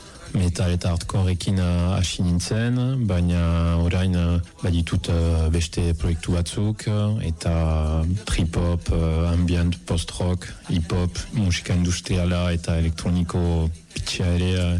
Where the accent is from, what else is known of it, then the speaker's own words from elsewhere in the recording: Tuscany, Italy; Basque is a second language; moved away as an adult; now in France; Italiakoa naiz, Tuskanakoa, baina 2000 eta batetik Euskaren bizi naiz.